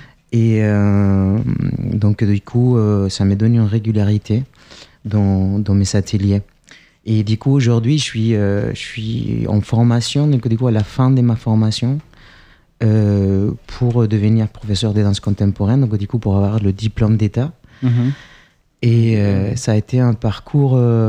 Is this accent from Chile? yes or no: yes; Chile; French is a second language; now in France; Oui, c'est vrai que moi, je suis étranger, donc effectivement, j'ai pu voir ça. Je viens du Chili.